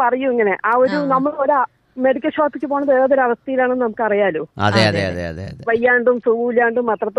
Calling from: Chittur, Kerala, India; ഞാൻ പാലക്കാട് ജില്ലയിലെ ചിറ്റൂരിൽ നിന്നാണ്.

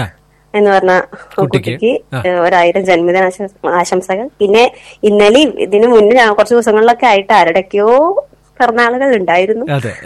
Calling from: Ottapalam, Kerala, India; Ottapalam.

